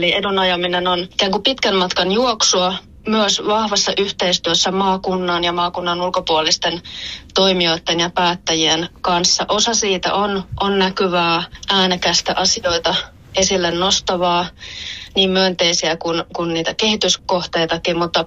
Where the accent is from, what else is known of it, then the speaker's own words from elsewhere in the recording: Kouvola, Kymenlaakso, Finland; Olen tosiaan Kouvolasta lähtöisin. Olen asunut Pohjois- ja Etelä-Kymenlaaksossa